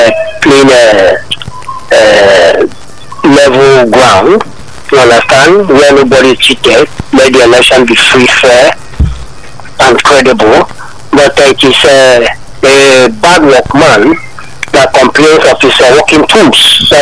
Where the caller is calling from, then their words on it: Abuja, Federal Capital Territory, Nigeria; I'm calling from Abuja in Ekoto.